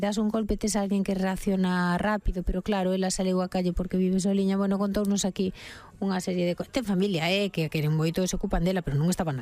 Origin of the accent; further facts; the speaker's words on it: Ourense, Galicia, Spain; now in Santiago de Compostela, Spain; Bueno, ser son de Ourense, pero vivo aquí desde os 11 anos.